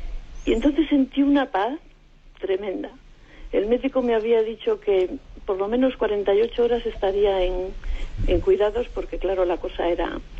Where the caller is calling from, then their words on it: Santander, Cantabria, Spain; de Santander.